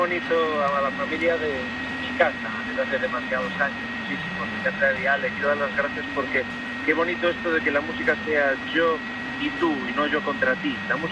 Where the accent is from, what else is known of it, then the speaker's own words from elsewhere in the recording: Galicia, Spain; estuve entre Madrid, Galicia, mi tierra